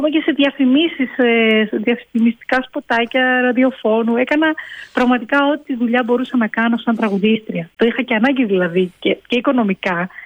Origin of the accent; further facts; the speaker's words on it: Crete, Greece; Γιατί επειδή μεγάλωσα και στην Κρήτη δεν έτυχε ναι. να το δω κάπου